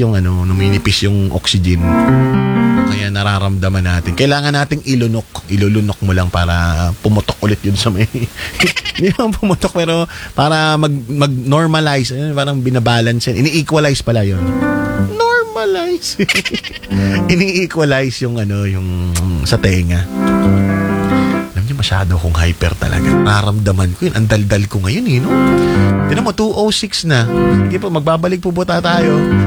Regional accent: Lopez, Calabarzon, Philippines; Pero kami mga taga Lopez, medyo salat kami sa dagat.

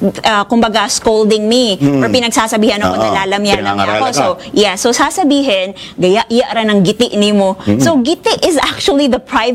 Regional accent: Visayas, Philippines; Kaya nga nakakagalit sa akin bilang Bisaya.

